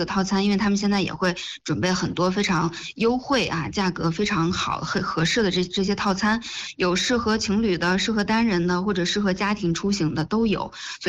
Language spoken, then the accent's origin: Chinese; Chongli, Hebei, China; 那我自己呢，也是其中的一员，其实也是在用这种方式来，为我们的家乡文旅来助力。